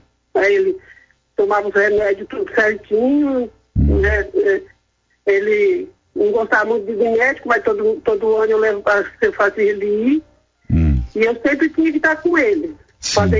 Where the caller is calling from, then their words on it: Álvares Machado, São Paulo, Brazil; De Álvares Machado.